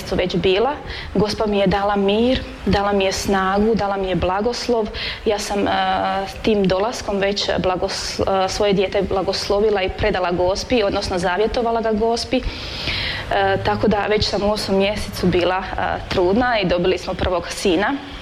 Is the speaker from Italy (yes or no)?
no; Strizivojna, Osijek-Baranja County, Croatia; dolazim iz Slavonije, mjesto Strizivojna pored Đakova. Supruga sam i majka šestero sinova. Moja obitelj je kršćanska